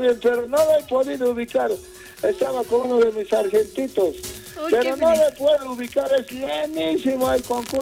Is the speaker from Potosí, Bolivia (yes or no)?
no; Oruro, Bolivia; aquí a mi pueblo San Pedro de Chalacoyo.